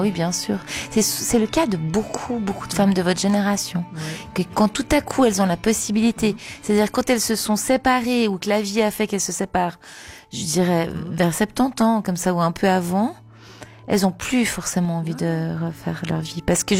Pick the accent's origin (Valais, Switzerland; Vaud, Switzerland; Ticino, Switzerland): Vaud, Switzerland; Je suis une vaudoise, moi